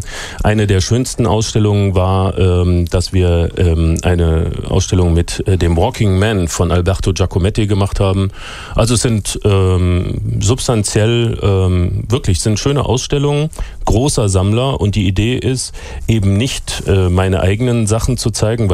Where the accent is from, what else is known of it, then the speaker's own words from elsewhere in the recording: Germany; now in Zurich, Switzerland; Es ist tatsächlich so, dass man als Deutscher, ich kann das nachvollziehen.